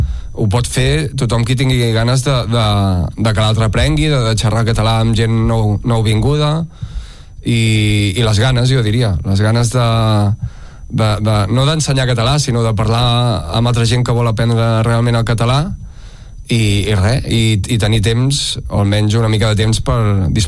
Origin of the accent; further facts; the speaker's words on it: Catalonia, Spain; jo m'estimo molt el català, sóc català